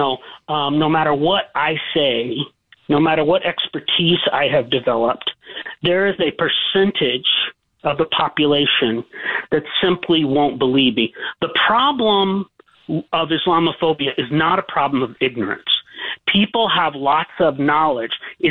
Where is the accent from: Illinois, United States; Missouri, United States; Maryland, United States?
Illinois, United States; where I grew up in Southern Illinois